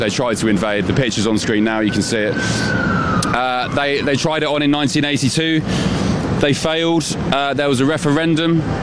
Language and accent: English; England, United Kingdom; remember who we are, we're English, we're brave, we can apply that to anything.